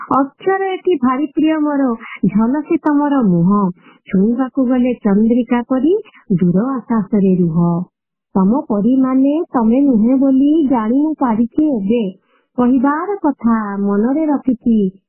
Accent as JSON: {"language": "Odia", "town": "Puri", "region": "Odisha", "country": "India", "tie": "born or raised there", "said": "ଘର ଶ୍ରୀକ୍ଷେତ୍ର ପୁରୀ ବଳବଲ୍ଲୀ।"}